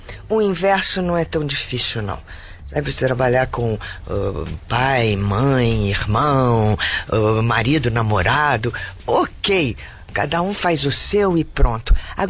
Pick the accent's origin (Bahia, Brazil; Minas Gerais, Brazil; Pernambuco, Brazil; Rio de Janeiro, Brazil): Rio de Janeiro, Brazil; now in São Paulo, Brazil; Sou natural do Rio de Janeiro.